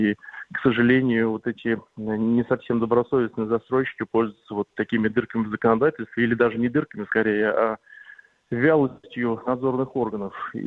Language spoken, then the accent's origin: Russian; Podolsk, Moscow Oblast, Russia; В моем родном городе Подольске, например, в центральной улице уже платные парковки.